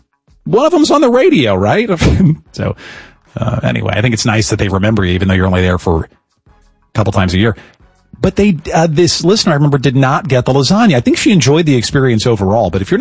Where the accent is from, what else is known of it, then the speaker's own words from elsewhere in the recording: Illinois, United States; now in Kansas City, United States; It's not far from where I grew up in Southern Illinois and where I went to college.